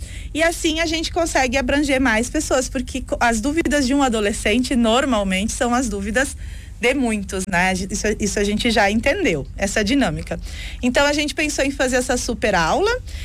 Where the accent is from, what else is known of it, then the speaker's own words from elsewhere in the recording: Rio Grande do Sul, Brazil; É 51, porque eu venho do Vale do Taquari, né?